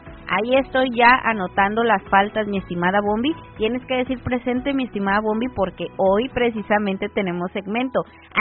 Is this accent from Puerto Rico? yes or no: no; Mexico; ¿Cómo somos los mexicanos?